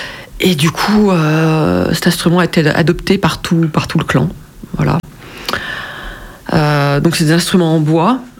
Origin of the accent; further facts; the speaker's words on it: Auvergne-Rhône-Alpes, France; moved away as an adult; also born or lived in south of Lyon; now in Périgord, France; j'ai grandi en Savoie aussi, hein, donc proche des montagnes.